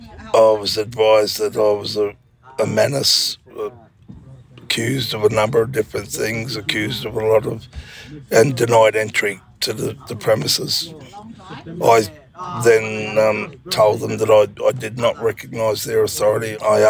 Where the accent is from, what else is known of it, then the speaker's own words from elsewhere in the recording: Kooma country, Australia; I'm a Kuma man, but I've also been a member of the Sovereign Movement since I was born. I'm not an Australian, I'm a free man.